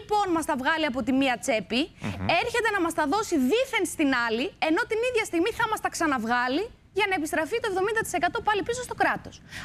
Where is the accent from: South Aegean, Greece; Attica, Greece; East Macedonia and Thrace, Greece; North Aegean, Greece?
East Macedonia and Thrace, Greece; από το χωριό που είμαι από τον Εύρο